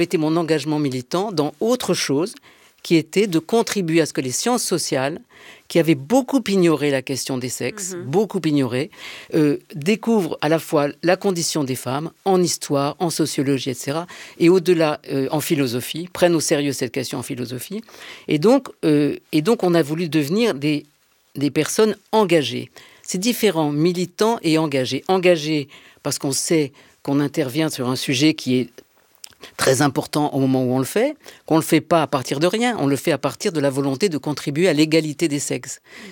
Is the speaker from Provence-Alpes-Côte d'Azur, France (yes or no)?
yes; Marseille, Provence-Alpes-Côte d'Azur, France; moved away as an adult; now in Paris, France